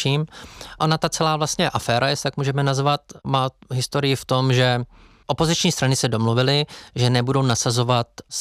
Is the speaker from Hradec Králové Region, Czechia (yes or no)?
yes; Hradec Králové, Hradec Králové Region, Czechia; já sám jsem Hradečák